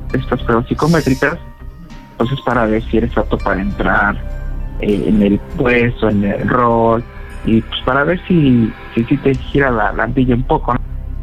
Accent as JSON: {"language": "Spanish", "region": "Puebla", "country": "Mexico", "said": "Oye, del estado, soy del estado de aquí de Puebla y prácticamente tengo lo que son 28 años de edad, recién cumplidos."}